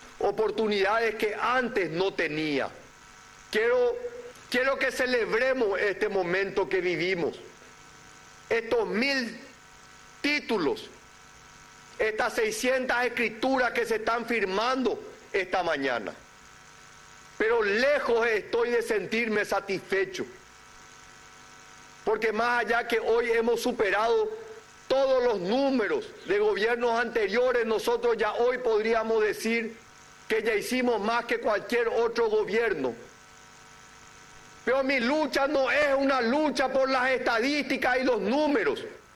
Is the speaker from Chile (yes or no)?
no; Paraguay; Si hay algo de lo que me siento orgulloso como paraguayo, como un joven que ama a esta patria